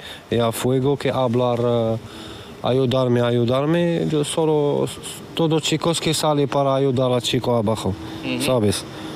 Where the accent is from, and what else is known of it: Algeria; Spanish is a second language; now in Spain